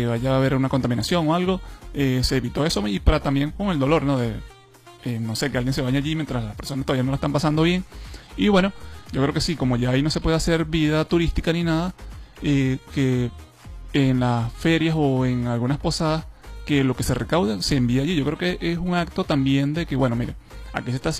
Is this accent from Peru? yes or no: no; Venezuela; Siendo venezolano